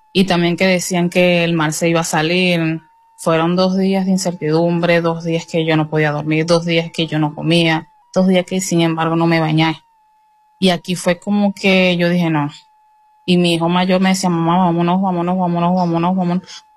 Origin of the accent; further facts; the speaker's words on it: La Guaira, Venezuela; soy de La Guaira. tengo 5 niños y no fue fácil.